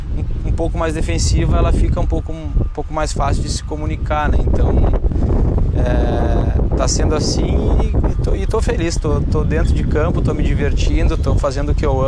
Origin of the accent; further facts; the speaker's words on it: Rio Grande do Sul, Brazil; até porque eu sou de lá, né? Eu sou gaúcho, então as minhas raízes, a minha família tá toda lá